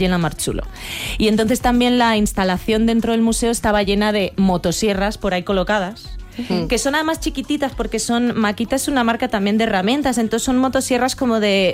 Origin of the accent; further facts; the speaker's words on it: Madrid, Community of Madrid, Spain; esto tiene todo un discurso mío como madrileña desarraigada.